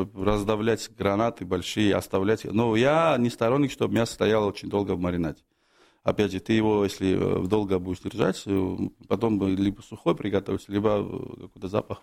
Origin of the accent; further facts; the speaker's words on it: Georgia; now in Moscow, Russia; я представитель прекрасной Грузии, я из Грузии, я давно в России, в Москве, в целости, в этом городе